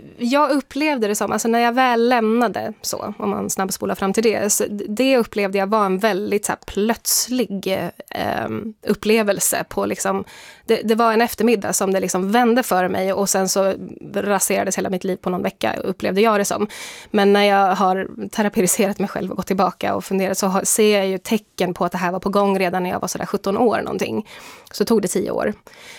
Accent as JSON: {"language": "Swedish", "country": "Sweden", "said": "jag var mormon före jag var svensk, brukar jag förklara det som nu"}